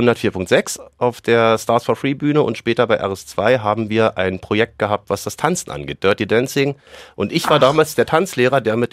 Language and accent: German; Berlin, Germany; es ist lange, lange her in Berlin, ich bin ja Berliner, habe ich in einem Café gearbeitet